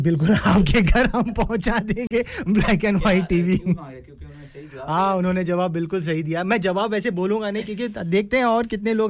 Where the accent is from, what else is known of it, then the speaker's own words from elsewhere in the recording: Dubai, United Arab Emirates; moved away as an adult; now in United Kingdom; और 36-37 years मैं Dubai में था, पला बड़ा, मैं, मेरी पैदाइश वहीं की है। फिर उसके बाद यूके आके मुझे हो गए हैं तकरीबन 6 साल अभी।